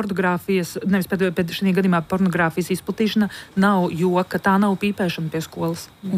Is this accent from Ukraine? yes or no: no; United Kingdom; tā kā es no Lielbritānijas, tad šobrīd tur ir tūkstošiem bērnu, kas gaida tiesas procesus